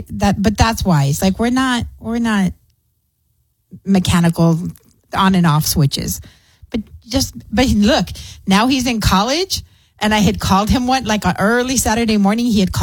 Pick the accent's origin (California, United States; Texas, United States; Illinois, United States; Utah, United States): Texas, United States; Clint; Growing up in Clint and, you know, just running around in the fields and on the dirt roads